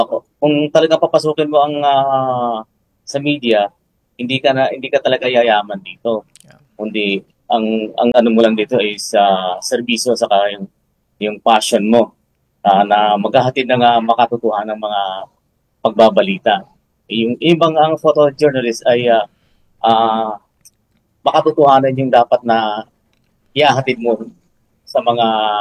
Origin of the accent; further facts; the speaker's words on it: Mindanao, Philippines; moved away; kasi lumaki ako sa probinsya, ni sa hinagap ko hindi ko alam tong profession na to until na napunta ako dito. By the way, I'm from Mindanao.